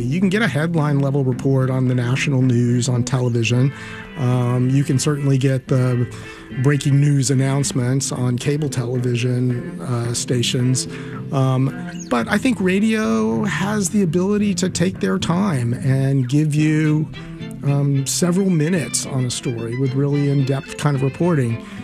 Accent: Winston-Salem, North Carolina, United States; I'm from Winston-Salem.

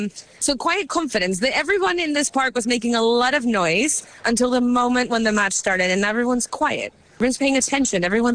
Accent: Mexico; now in Dallas, United States; Well, I'm from Mexico. This feels like I'm in Mexico.

